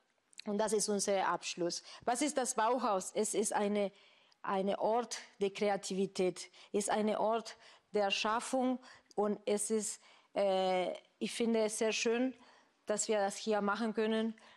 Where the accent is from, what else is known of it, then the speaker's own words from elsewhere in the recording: Argentina; German is a second language; ich komme aus Argentinien. Und in Argentinien, Tango ist unser Nationaltanz.